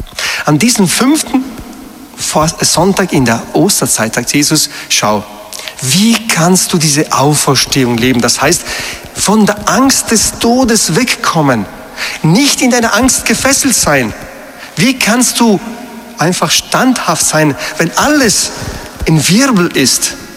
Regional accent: Iran; moved away; Ich denke, ich bin ein Iraner

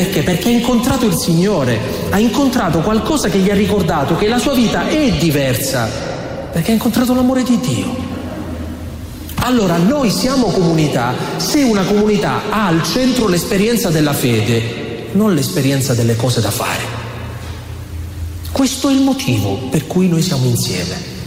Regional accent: L'Aquila, Abruzzo, Italy; io che vengo dall'Aquila

